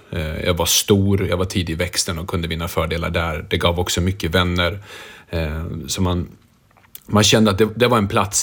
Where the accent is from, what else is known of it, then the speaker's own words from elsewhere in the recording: Rättvik, Dalarna County, Sweden; also born or lived in Yugoslavia; Jag tror geografiskt så växte jag upp perfekt mellan orterna Mora och Leksand, så det var ofrånkomligt att inte komma i kontakt med ishockeyn.